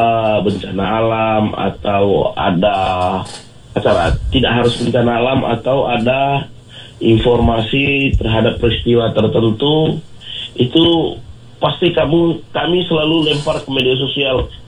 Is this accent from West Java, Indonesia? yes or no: no; East Nusa Tenggara, Indonesia